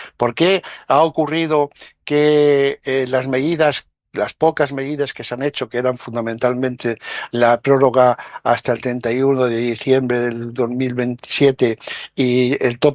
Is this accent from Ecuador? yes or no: no; Spain